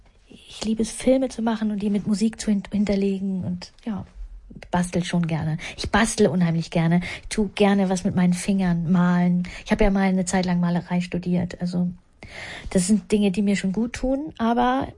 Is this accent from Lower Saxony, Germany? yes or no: no; Schönhausen, Saxony-Anhalt, Germany; also born or lived in Havelberg; Bin ich geboren in dem Krankenhaus und in Schönhausen an der Elbe bin ich aufgewachsen.